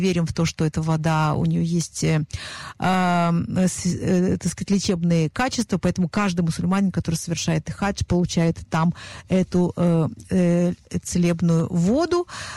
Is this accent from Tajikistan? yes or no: no; Israel; В Саудовской Аравии прекрасно знают, что мы из Израиля, но такова процедура.